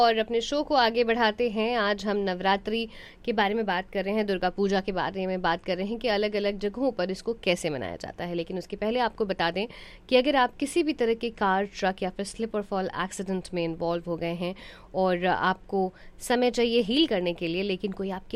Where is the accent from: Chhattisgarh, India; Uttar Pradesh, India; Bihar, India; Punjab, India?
Bihar, India; moved away; जैसे कि मैं खुद बिहार से हूँ, और मतलब हम खुद बिहार से हैं